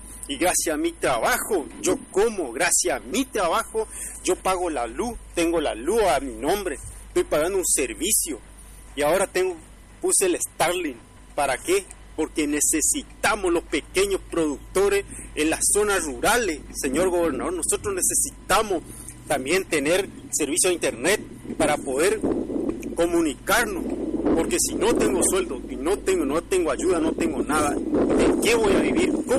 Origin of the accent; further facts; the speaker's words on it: Colonia Elisa, Chaco, Argentina; yo soy de la provincia del Chaco, yo me encuentro viviendo en esta parcela, soy de Colonia El Cacique, jurisdicción de Colonia Elisa, soy chaqueño